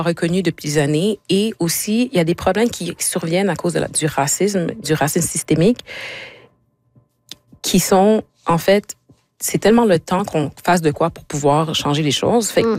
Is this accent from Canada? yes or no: yes; Quebec, Canada; born there; Moi, je suis établie ici, je suis née au Québec. C'est ma maison, c'est mon pays.